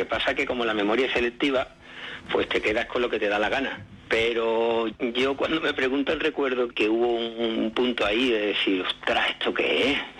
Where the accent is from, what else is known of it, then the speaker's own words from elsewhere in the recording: Morón de la Frontera, Andalusia, Spain; yo soy de Morón de la Frontera, entonces aquí el flamenco como que lo tienes ahí detrás